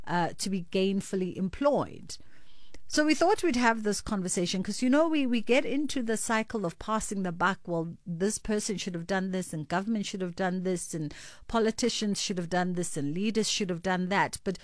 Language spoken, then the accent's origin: English; South Africa